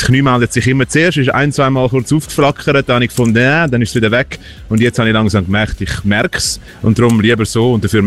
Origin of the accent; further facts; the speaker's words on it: Zurich, Switzerland; Das langen wir als Zürcher.